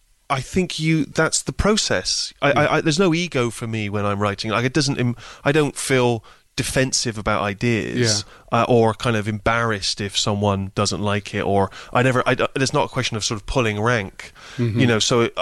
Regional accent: Bristol, South West England, United Kingdom; moved away; when I was growing up in Bristol

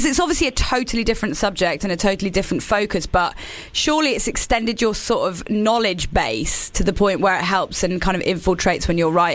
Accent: United Kingdom; us UK people.

